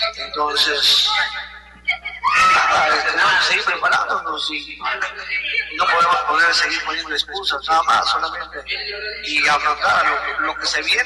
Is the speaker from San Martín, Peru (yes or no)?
yes; Rioja, San Martín, Peru; como riojano que soy